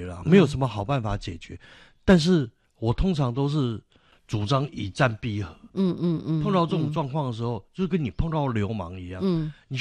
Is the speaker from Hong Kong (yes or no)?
no; Taiwan